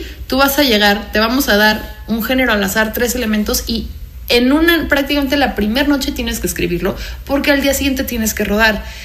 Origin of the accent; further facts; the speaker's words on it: Mexico; Bueno, yo soy mexicana, orgullosísima de serlo, pero tengo origen, entre otros, también francés e italiano.